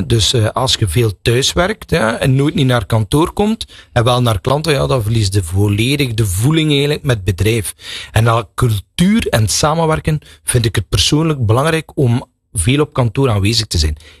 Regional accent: Belgium; Ik ga nooit niet zeggen, wij als Belgen hebben iets uitgevonden.

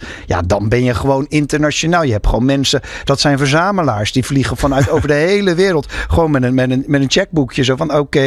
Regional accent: Rotterdam, South Holland, Netherlands; en dat zeg ik als Rotterdammer

